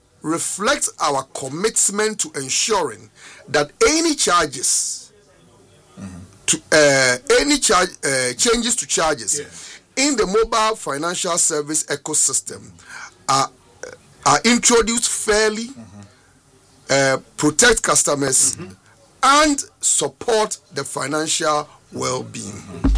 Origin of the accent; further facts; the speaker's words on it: Ghana; I must be concerned as a Ghanaian.